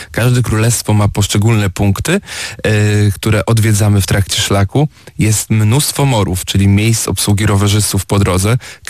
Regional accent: Warmian-Masurian Voivodeship, Poland; moved away as an adult; also born or lived in Gdańsk; w Gdańsku od razu po studiach. Zostaliśmy tam na 10-13 lat. Pochodzimy oboje z Mazur.

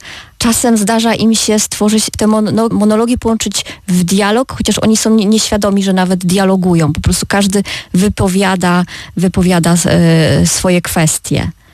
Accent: Paczków, Opole Voivodeship, Poland; born or raised there

